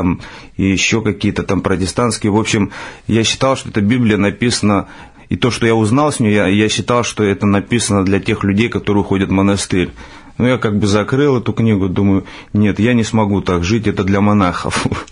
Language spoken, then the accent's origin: Russian; Georgia; как вы уже, наверное, слышали. Мне 33 года. Родом я с Грузии.